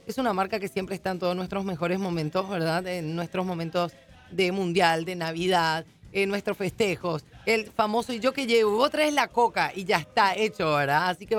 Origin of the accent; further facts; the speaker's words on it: Paraguay; dándonos un montón de chances de sentirnos más paraguayos que nunca.